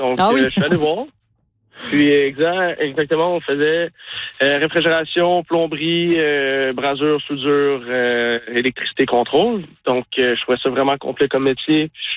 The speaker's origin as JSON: {"language": "French", "town": "Brossard", "region": "Quebec", "country": "Canada", "tie": "born or raised there", "said": "Puis j'étais proche de Brossard au Québec. Puis on avait une petite carrière. Puis on se faisait des sauts en vélo dans la terre avec des roches et tout. Puis... un jour, on a déménagé à Beaumont."}